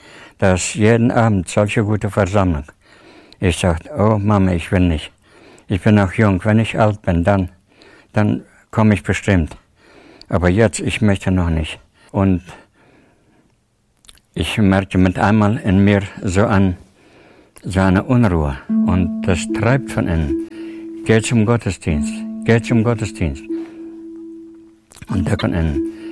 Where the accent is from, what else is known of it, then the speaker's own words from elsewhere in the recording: Tajikistan; moved away; Ich komme aus Tadschikistan und bin dort auch geboren, 1937.